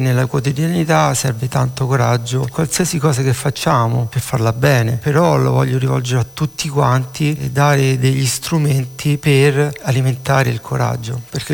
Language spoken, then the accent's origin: Italian; Rome, Lazio, Italy